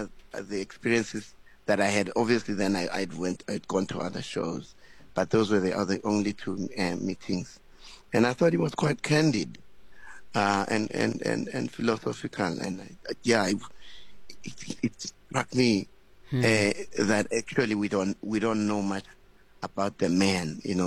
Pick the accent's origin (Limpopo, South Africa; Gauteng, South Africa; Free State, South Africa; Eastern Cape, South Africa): Limpopo, South Africa; when I was growing up in Limpopo.